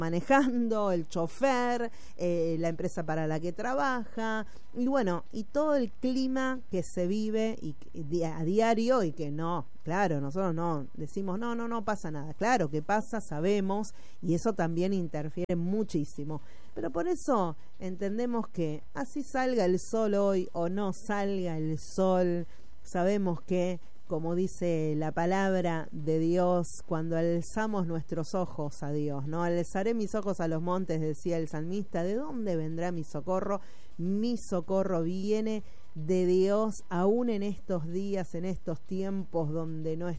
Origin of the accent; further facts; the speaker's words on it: Argentina; esta es nuestra estilo de vida, estos somos como argentinos, ¿no?